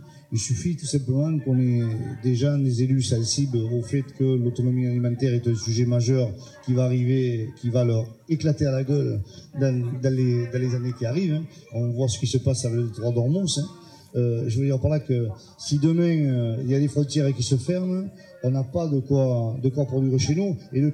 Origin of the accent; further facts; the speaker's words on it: Pézenas, Occitanie, France; chez nous, à Pézenas